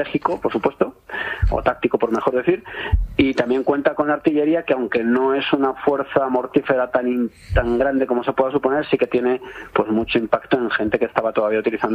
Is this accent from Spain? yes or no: yes; Cuenca, Castilla-La Mancha, Spain; Hola, Pedro, muy bien, muy bien. En mi pueblo, en Cuenca estoy.